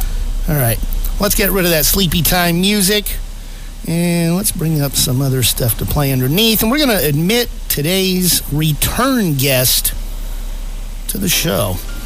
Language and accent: English; Oroville, California, United States; now in Sacramento area, United States; I grew up in Oroville, it used to be 916, and then NorCal, a whole bunch of it switched to 530, and of course, I live in the 916 again now